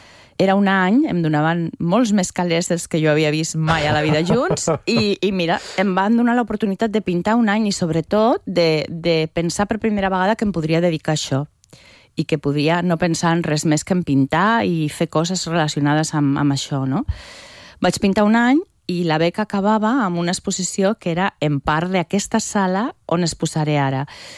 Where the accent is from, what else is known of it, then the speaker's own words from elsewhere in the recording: Zaragoza, Aragon, Spain; moved away as an adult; now in Catalonia, Spain; jo vaig venir a estudiar a Barcelona, sóc de Saragossa, vaig venir a estudiar a Barcelona perquè a Saragossa encara no hi ha Facultat de Belles Arts